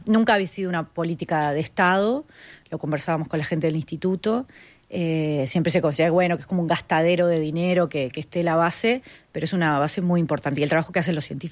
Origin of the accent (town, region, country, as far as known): Maldonado, Uruguay; born there